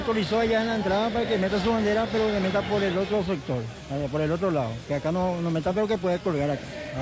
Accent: Quindío, Colombia; No, yo, o sea, soy de Quindío, pero vivo Cañita.

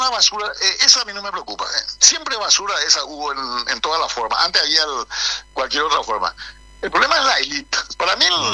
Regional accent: Paraguay; nosotros somos paraguayos

